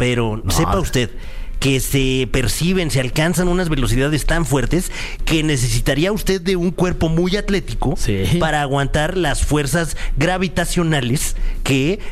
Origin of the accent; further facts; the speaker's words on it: Mexico; las que nos interesan como mexicanos es lo que se va a celebrar del 30 de octubre al 1 de noviembre aquí en nuestro país.